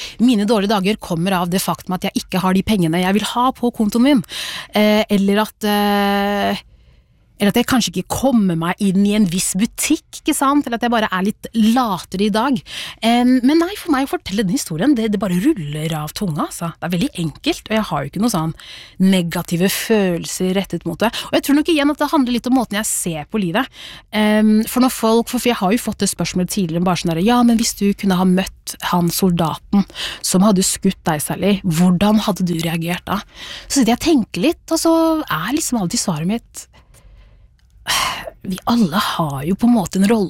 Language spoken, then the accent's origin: Norwegian; Rakkestad, Østfold, Norway; also born or lived in Sierra Leone / Oslo; så ble jeg hentet, fra Sierra Leone til Norge, og bodde da der I Rakkestad kommune fra jeg var 3 år til 12 år gammel. Da flyttet vi til Oslo.